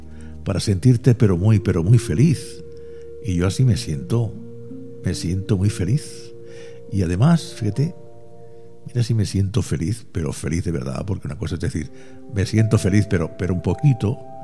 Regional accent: Granada, Andalusia, Spain; ¿Qué tenemos los granaínos? Pues que somos de Granada, primero de todo, que somos de Granada.

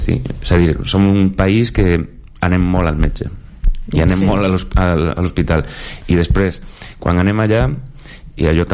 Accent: Galicia, Spain; Catalan is a second language; now in Catalonia, Spain; a la part de la costa, que és on soc jo, que es parla més ràpid i més com bailando

